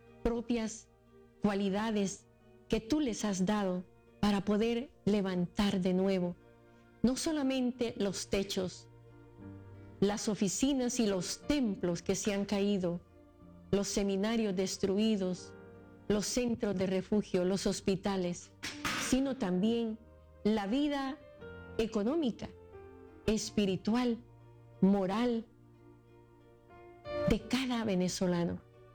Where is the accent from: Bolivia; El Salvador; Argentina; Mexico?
El Salvador